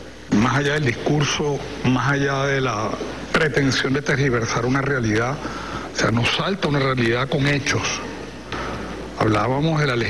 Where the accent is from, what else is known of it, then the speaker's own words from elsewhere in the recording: Caracas, Capital District, Venezuela; Como venezolano, el hecho que yo esté aquí hablando, yo no voy a nacer otra vez. Yo apuesto que muchos de ustedes, gran parte de los caraqueños, volvimos